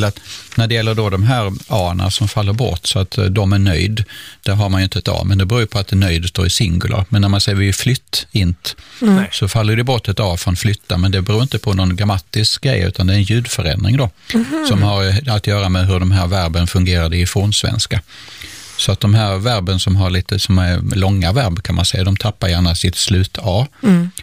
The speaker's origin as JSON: {"language": "Swedish", "region": "southern Sweden", "country": "Sweden", "said": "Och då är det så att i södra Sverige där jag kommer ifrån, då har vi bara det bakre skeljudet."}